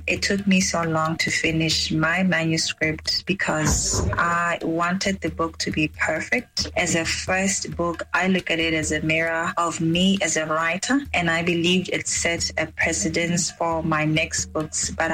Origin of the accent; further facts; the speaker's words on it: Botswana; As a young Botswana born and bred in Botswana